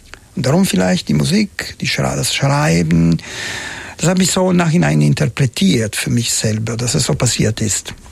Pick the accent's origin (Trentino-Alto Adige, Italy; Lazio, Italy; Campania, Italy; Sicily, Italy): Sicily, Italy; Palermo; German is a second language; Guarda, das Ende der 60er Jahre, ich lebte in Palermo, meine Heimatstadt, und die war natürlich noch nicht so.